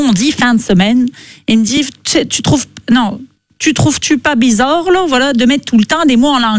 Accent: Paris, Île-de-France, France; Moi je suis parisienne déjà

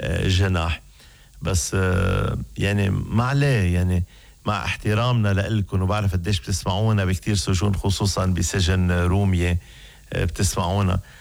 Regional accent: Lebanon; كلنا كلبنانيين بنشوف حالنا فيهم،

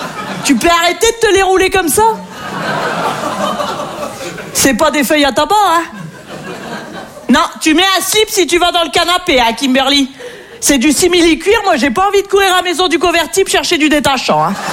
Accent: Hauts-de-France, France; moi je viens du nord de la France, et c'est vrai qu'on est très gentils dans le nord.

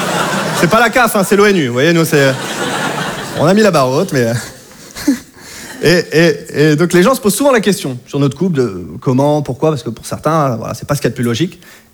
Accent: Hauts-de-France, France; moved away as an adult; now in Paris, France; Je viens de Picardie.

